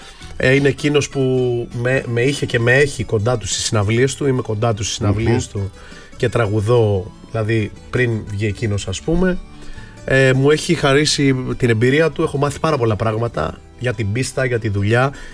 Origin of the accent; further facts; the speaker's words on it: Aliveri, Central Greece, Greece; moved away; Γιατί είμαι από την Εύβοια, γεννήθηκα